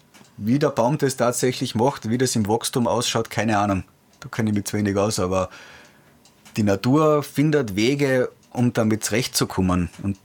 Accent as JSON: {"language": "German", "country": "Austria"}